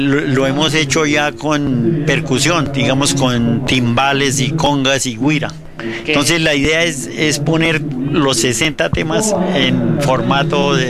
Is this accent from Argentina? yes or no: no; La Vega, Cundinamarca, Colombia; now in Bogotá, Colombia; Yo soy de La Vega, Cundinamarca. El barrio caliente de Bogotá.